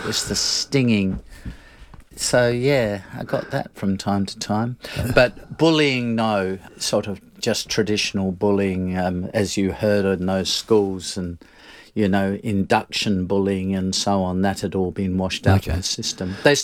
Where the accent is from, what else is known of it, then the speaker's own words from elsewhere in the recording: Australia; I was rubbished at the school I went to there for being Australian